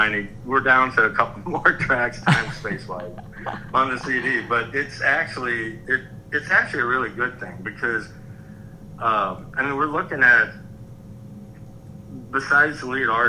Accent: St. Louis, Missouri, United States; growing up in St. Louis

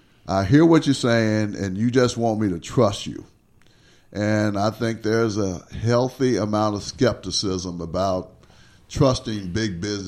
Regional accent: Wrightsville, Arkansas, United States; now in Little Rock, United States; I'm from Wrightsville, so I certainly still have concerns about how that area is developed. But certainly, as living in Little Rock now, and as a representative of Ward 1

